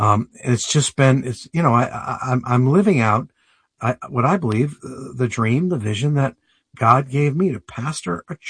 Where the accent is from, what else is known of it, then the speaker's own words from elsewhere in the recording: Massachusetts, United States; I'm a kid from Western Massachusetts. I'm a country boy.